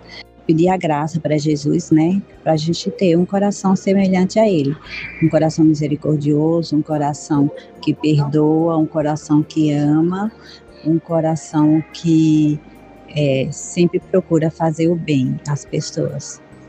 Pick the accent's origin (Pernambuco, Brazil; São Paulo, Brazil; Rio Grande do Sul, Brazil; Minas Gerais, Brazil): Pernambuco, Brazil; Fazenda Nova; sou de Fazenda Nova, município de Brejo da Madre de Deus.